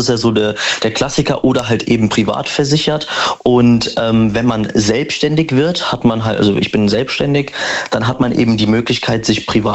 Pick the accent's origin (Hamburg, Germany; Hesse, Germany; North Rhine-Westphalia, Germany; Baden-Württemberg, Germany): Hesse, Germany; Frankfurt; Ich komme aus Frankfurt.